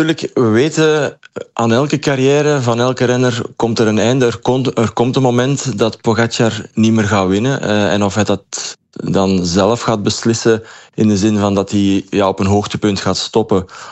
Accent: Belgium

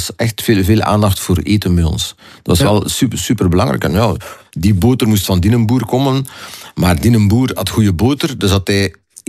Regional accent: Zottegem, East Flanders, Belgium; born there; also born or lived in Herzele; Ik ben geboren in Zottegem. Ik heb gewoond in Herzelen.

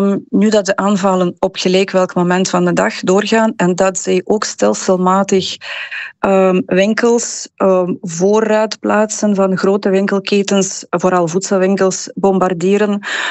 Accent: Ukraine; moved away; ik ben zelf een Oekraïense, inderdaad, ben al lang hier

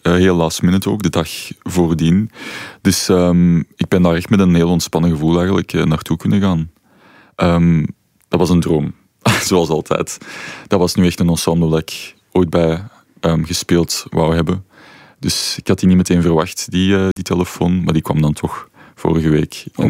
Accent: Flanders, Belgium; Of ik denk dat we in Vlaanderen of België misschien gewoon zijn om van ons te laten horen.

